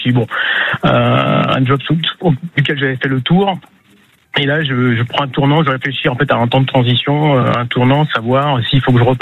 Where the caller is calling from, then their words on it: Nouvelle-Aquitaine, France; j'appelle de Gironde.